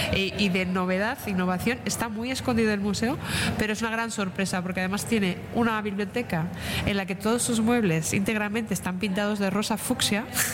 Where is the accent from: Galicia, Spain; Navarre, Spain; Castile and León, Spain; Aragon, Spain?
Castile and León, Spain; Burgos; soy de Burgos y siempre he estado allí